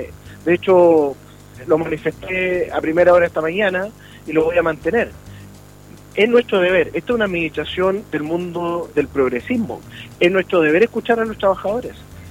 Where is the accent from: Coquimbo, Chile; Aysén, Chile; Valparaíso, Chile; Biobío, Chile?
Biobío, Chile; Coronel; como yo soy del barrio La Central, de la Pedro de Cerda, a mí me enseñaron, porque yo soy de Coronel